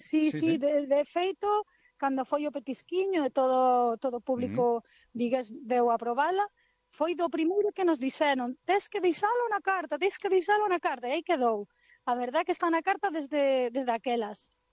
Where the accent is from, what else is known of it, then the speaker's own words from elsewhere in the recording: Galicia, Spain; Ao final, somos galegos e comemos como galegos.